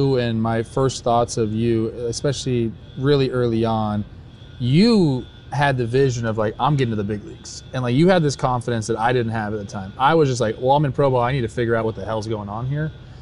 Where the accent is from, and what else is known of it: Los Angeles, California, United States